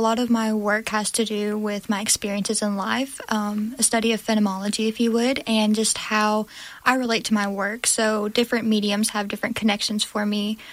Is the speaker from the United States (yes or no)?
yes; United States; Growing up in the Delta, there's a strong tradition of quilting.